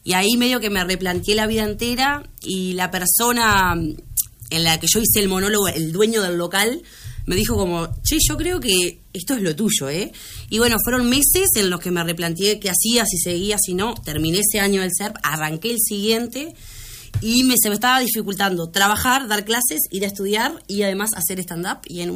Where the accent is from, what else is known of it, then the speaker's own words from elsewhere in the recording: Florencio Sánchez, Colonia, Uruguay; moved away as an adult; also born or lived in Cardona, Uruguay; now in Colonia del Sacramento, Uruguay; Yo viví, sí, toda mi, bueno, mi infancia, mi adolescencia. Nací en Cardona, viví toda la vida en Florencio Sánchez, que es el pueblo pegado.